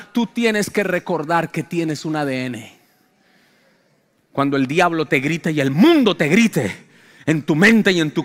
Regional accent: Colombia; moved away; fui a mi tierra de Colombia. Mi tierra yo no es Bogotá. Aunque todo el mundo dice, nació en Bogotá, Bogotá es la ciudad. Pero yo vengo del campo, de allá de las vacas.

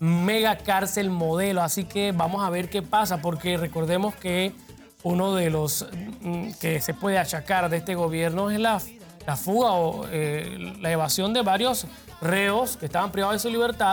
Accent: Panama; Nosotros como pueblo panameño podemos pagar.

